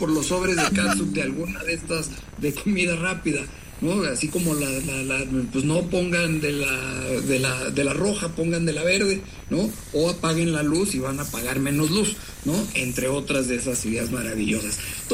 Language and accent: Spanish; Mexico